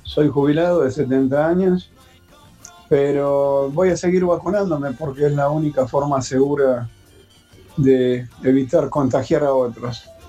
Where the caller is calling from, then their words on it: San Carlos de Bariloche, Río Negro, Argentina; soy de Bariloche y me vacuno todos los años y siempre una gripe agarro. Soy jubilado de 70 años